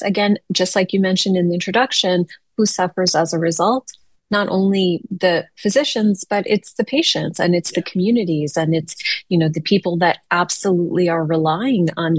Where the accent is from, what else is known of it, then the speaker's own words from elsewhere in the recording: Chicago, Illinois, United States; So I grew up in Chicago, public school kid, and I was teaching in a public school 3 miles away from where I grew up.